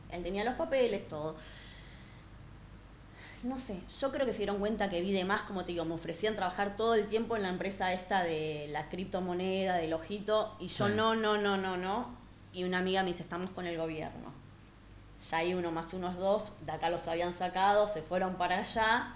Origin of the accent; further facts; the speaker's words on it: Argentina; moved away; also born or lived in Mexico; hoy en mi país me están dando la espalda como nunca me lo imaginé.